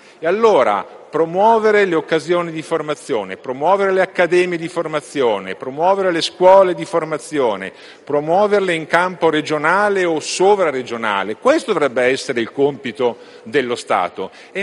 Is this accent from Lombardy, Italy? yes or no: yes; Milan, Lombardy, Italy; essendo io lombardo e milanese